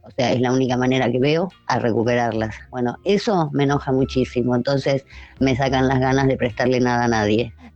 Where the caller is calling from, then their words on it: Buenos Aires, Argentina; Hola Luisa y toda la compartida del Te Escucho. … de Barrio Norte.